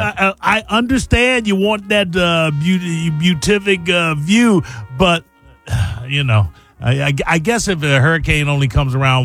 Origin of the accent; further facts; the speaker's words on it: Chicago, Illinois, United States; I was one of the first sports names I learned growing up in Chicago was Mike Ditka.